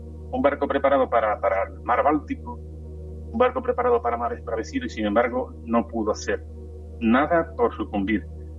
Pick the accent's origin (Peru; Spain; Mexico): Spain; Cádiz, Andalusia; yo soy de Cádiz, pero muchas veces me escucháis y me cambia